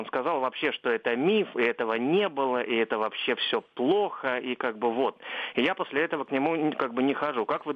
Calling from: Saint Petersburg, Russia; я из Санкт-Петербурга.

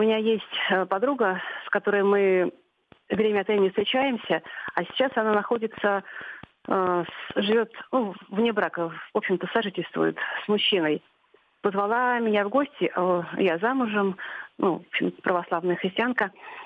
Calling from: Ryazan, Ryazan Oblast, Russia; Я звоню вам из Рязани.

